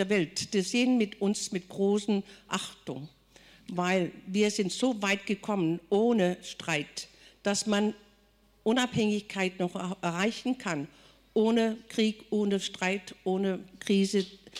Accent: Greenland; first language Greenlandic; German is a second language; da steht jetzt trotzdem immer noch Grönland drauf, aber ich bin ein dänischer Staatsbürger. Ich spreche Dänisch als meine zweite Sprache. Erste Sprache ist Grönländisch, das ist eine Inuit-Sprache.

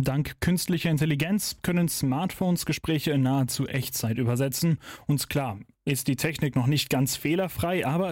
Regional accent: Lower Saxony, Germany; als Ostfriese ist es schon ein bisschen peinlich, kein Platt schnacken zu können.

